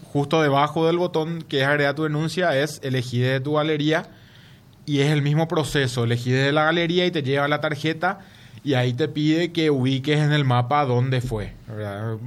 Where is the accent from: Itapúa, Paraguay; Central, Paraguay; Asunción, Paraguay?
Asunción, Paraguay; me puedes decir que soy un asunceno